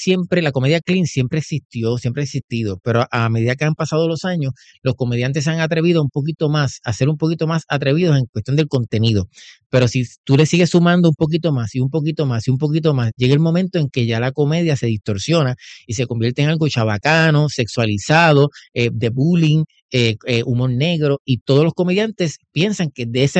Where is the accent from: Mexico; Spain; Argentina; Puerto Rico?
Puerto Rico; Juncos; also born or lived in Caguas; pero nací en Caguas y luego paso a Juncos y ahí crecí, ahí me crié y actualmente vivo en Juncos.